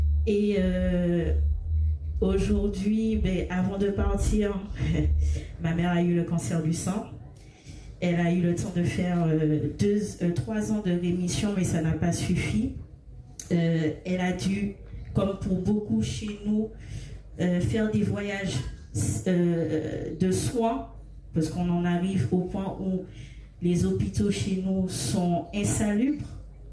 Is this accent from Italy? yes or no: no; Martinique; Je suis de la Martinique.